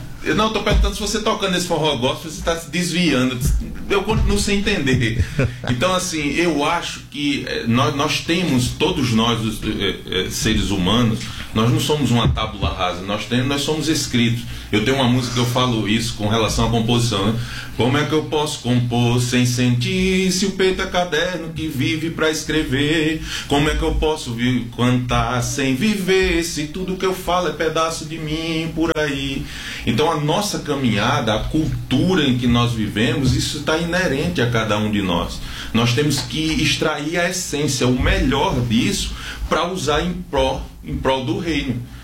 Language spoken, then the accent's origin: Portuguese; Belém, Paraíba, Brazil; Eu sou nordestino, sou paraibano, sou de Belém, a terra, casa de pai, terra de paz, casa do pão, não é?